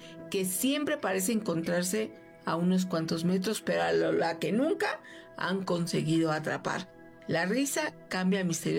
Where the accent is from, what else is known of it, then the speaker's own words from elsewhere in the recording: San Claudio, Puebla, Mexico; En el pueblo de donde yo soy, San Claudio, en Chignamguapan, Puebla, hay una cueva del diablo.